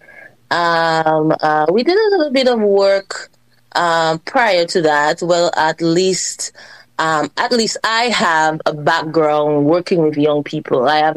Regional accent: Goodwill, Dominica; born there; also born or lived in Galio; I left Galio at a young age. I lived with my father in Goodwill, but I went back to Galio every Christmas, every summer, every break. So my roots are from both communities.

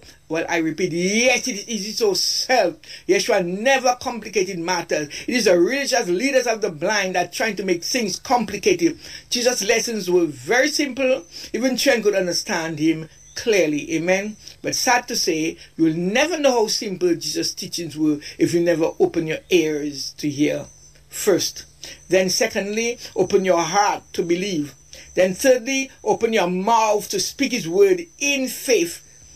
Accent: Roseau, Dominica; I grew up in Carnival. Right there by the Windsor Park, the ban had to pass in front of my house.

